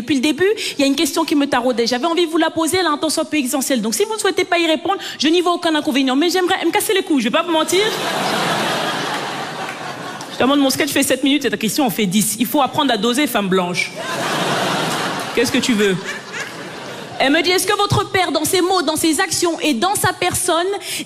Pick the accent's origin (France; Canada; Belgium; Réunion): Belgium; Et moi, mes parents, ils sont nés, ils ont grandi au Cameroun. Je suis née et j'ai grandi en Belgique.